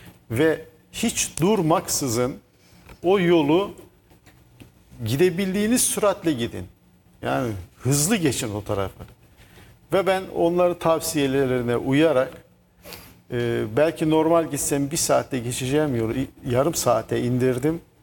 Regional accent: Sivas, Turkey; moved away; Gaziantep'ten de memleketim Sivas'a geçeceğim. İlçeme.

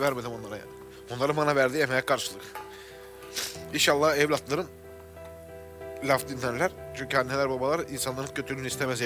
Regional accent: Thrace, Turkey; Ya biz Trakyalıyız.

